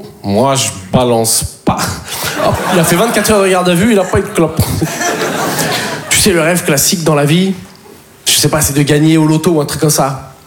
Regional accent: Poitiers, Nouvelle-Aquitaine, France

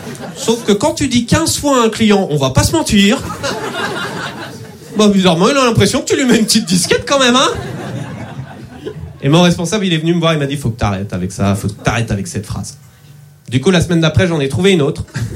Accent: Nantes, Pays de la Loire, France; Bah, je me présente … je suis nantais et dyslexique.

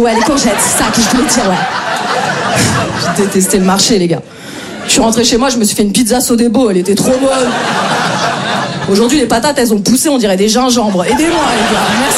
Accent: Paris, Île-de-France, France; moi je viens de Paris, j'essaye de jouer un peu dans plein de villes en France.

